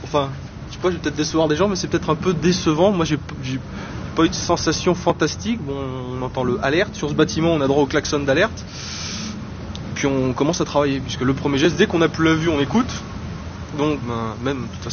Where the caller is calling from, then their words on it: Maisons-Alfort, Île-de-France, France; À Maison-Alfort, dans le Val-de-Marne, en banlieue parisienne.